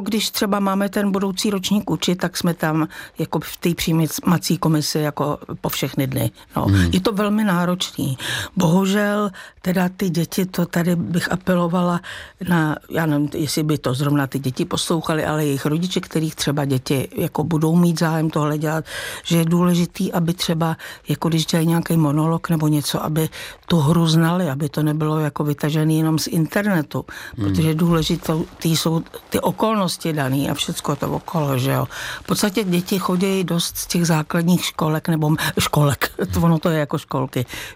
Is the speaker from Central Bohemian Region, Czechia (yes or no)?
yes; Rakovník, Central Bohemian Region, Czechia; Tak já jsem vyrůstala v trošku jiný době a vyrůstala jsem vlastně částečně u babičky v Rakovníku